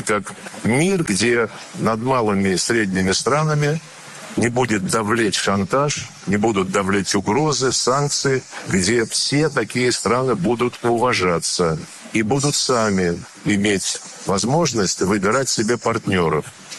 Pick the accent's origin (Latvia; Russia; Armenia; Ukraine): Armenia; он имеет в виду, когда мы, армяне, подадим заявление о приеме в Евросоюз